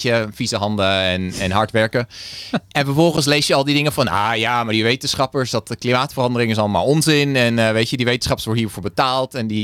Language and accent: Dutch; northern Netherlands, Netherlands; hier in het waar ik vandaan kom in het Hoge Noorden